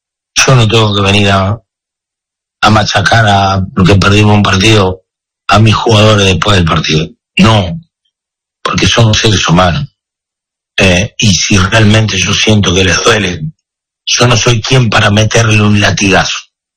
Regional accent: Argentina; yo soy argentino, bueno, somos súper argentinos

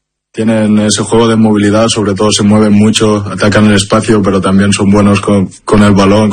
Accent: Valencian Community, Spain; A mí, yo como soy valenciano, me gusta el Valencia.

